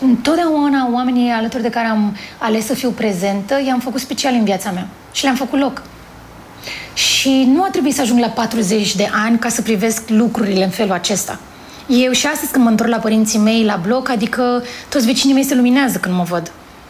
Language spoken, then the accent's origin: Romanian; Bogați, Romania; la noi acolo în spate, la Bogați, unde am crescut, adică în Ozana